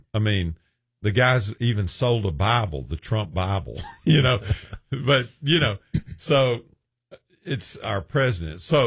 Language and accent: English; United States; I'm an American, and above that, I'm a Christian.